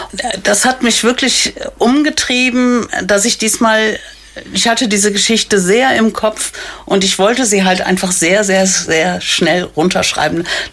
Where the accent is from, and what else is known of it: Erpel-Unkel, Rhineland-Palatinate, Germany; born or raised there